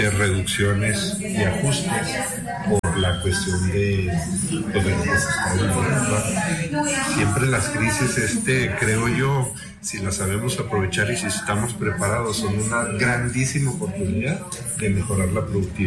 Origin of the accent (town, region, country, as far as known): Mexico